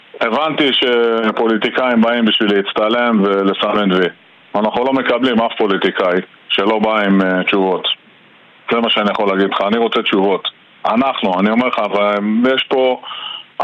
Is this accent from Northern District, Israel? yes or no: yes; Metula, Northern District, Israel; אני גדלתי במטולה כל החיים שלי.